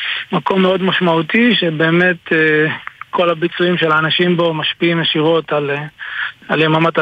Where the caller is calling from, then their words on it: Southern Israel, Israel; אני מהדרום